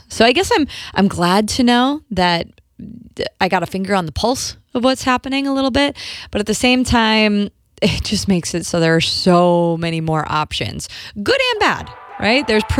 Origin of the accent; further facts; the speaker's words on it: Midwest, United States; moved away as an adult; now in Florida, United States; I grew up in the Midwest, and now our home base is here in Florida.